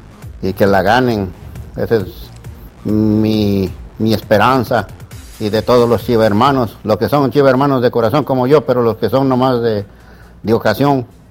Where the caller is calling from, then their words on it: Puebla, Mexico; yo soy poblano, no soy de otro lado.